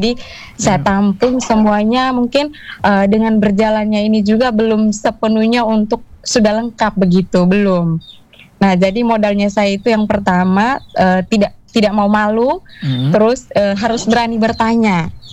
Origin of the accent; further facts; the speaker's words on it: East Nusa Tenggara, Indonesia; asal saya dari Adonara, tepatnya di Kecamatan Ile Boleng, Adonara Timur